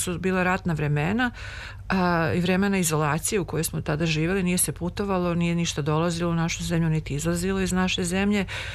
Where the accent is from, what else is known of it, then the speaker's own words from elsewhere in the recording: Belgrade, Serbia; moved away as an adult; Da, ja sam rođena Beograđanka, završila sam 8. Beogradsku gimnaziju, koja se sada zove 3.